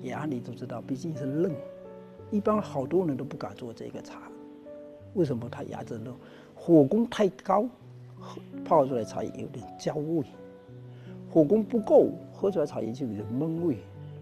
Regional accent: Fuzhou, Fujian, China; accent: Fuzhou dialect; 我们福州话就是讲翻车。

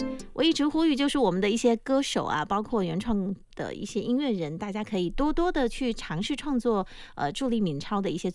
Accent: Quanzhou, Fujian, China

